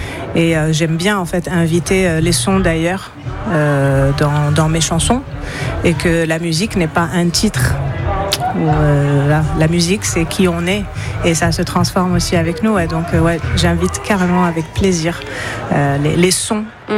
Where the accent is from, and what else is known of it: Morocco; moved away as an adult; now in France